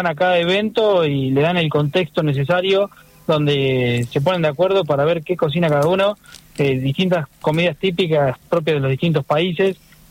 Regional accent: 25 de Mayo, Argentina; 25 de mayo es un pueblo que abraza, es un pueblo que abraza a todo aquel que decide visitarlo. Somos el pueblo del Colo Barco

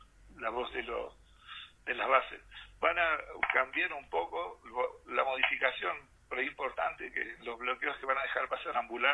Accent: Argentina; also born or lived in Mar del Plata; now in La Paz, Bolivia

